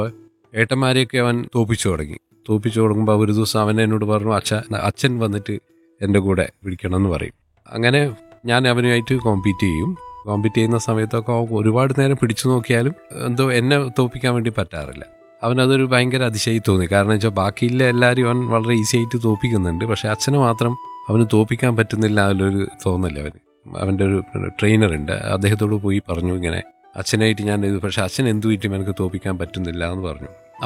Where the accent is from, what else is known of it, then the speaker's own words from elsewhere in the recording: Taliparamba, Kerala, India; now in Ariyil, India; തളിപ്പറമ്പ് രാജരാജേശ്വര അമ്പലത്തിൻ്റെ അടുത്താണ് ഞാൻ ജനിച്ചതും വളർന്നതുമൊക്കെ.